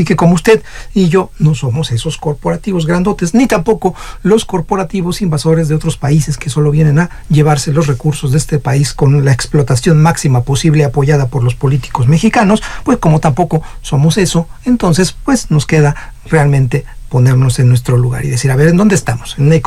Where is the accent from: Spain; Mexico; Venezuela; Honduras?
Mexico; Al final del día, pues somos un empresario mexicano que tiene las condiciones reales de la economía en este país.